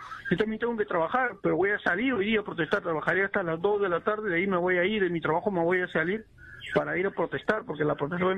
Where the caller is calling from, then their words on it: Lima, Peru; yo soy de Lima